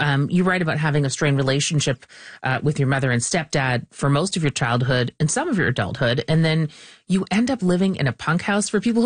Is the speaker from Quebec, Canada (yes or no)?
yes; Quebec, Canada; I keep saying the title of the book in anglicized way, but then because I'm from Quebec, I'm like, is it humanitarian?